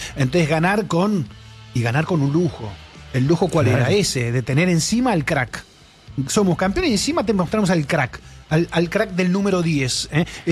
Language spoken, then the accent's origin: Spanish; Argentina; somos rioplatenses